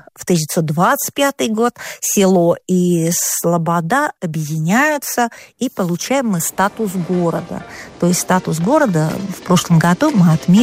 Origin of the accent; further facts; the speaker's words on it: Yuzha, Ivanovo Oblast, Russia; я коренной местный житель. И мы выросли, вот здесь